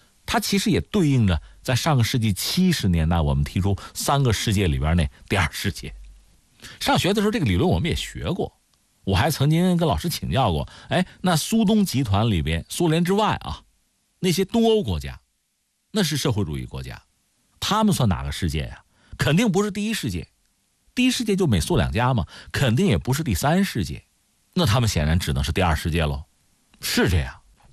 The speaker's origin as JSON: {"language": "Chinese", "country": "China", "said": "但恐怕我们中国人不会答应。"}